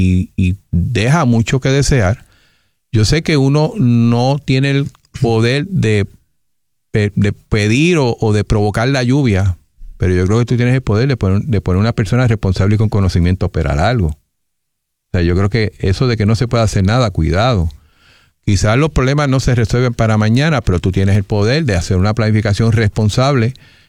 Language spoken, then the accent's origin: Spanish; Puerto Rico; yo obviamente soy del área de Valle del Turabo